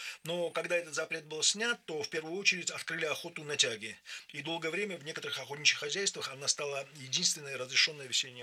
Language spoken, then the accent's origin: Russian; Georgia; я как кавказец, как грузин, я не мог обойти вниманием эту цитату